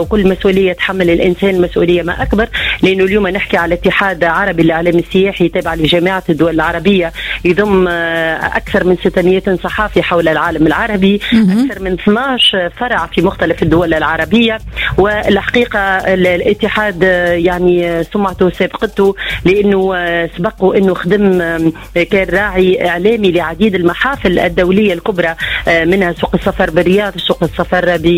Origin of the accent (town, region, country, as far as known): Tunisia